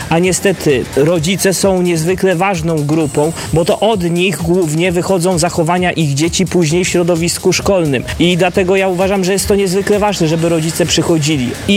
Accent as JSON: {"language": "Polish", "town": "Koszalin", "region": "West Pomeranian Voivodeship", "country": "Poland", "said": "w szkołach u nas w Koszalinie"}